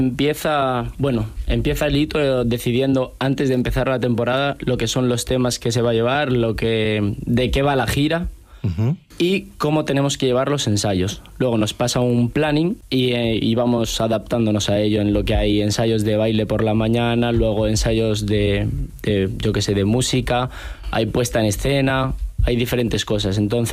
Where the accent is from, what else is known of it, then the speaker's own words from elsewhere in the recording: Arévalo, Castile and León, Spain; Yo soy de Arévalo